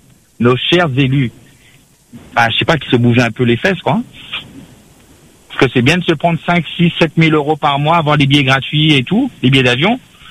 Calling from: France

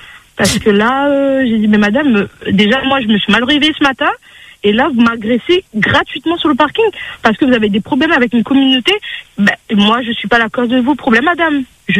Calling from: Comoros; moi, je suis comorienne.

